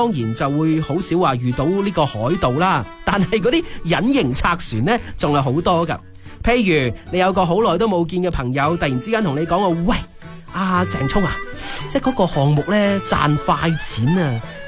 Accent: Guangdong, China; 呢一句说话体现出我哋广东人好务实、好拼搏嘅精

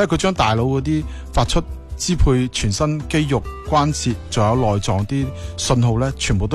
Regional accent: Guangdong, China; 按照我哋广东人讲法呢

